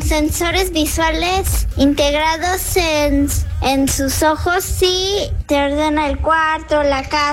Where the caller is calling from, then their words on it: Mexico City, Mexico; vivo en la Ciudad de México.